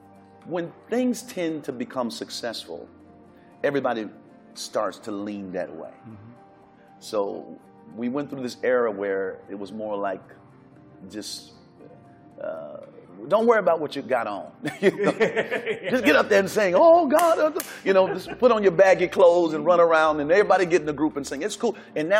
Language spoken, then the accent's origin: English; Detroit, Michigan, United States; I'm from Detroit. It's the gospel music mecca.